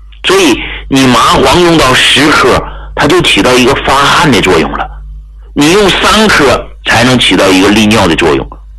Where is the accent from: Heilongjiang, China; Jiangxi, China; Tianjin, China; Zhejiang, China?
Heilongjiang, China; Hegang; 我说我老家是黑龙江的啊，黑龙江鹤岗那么个小地上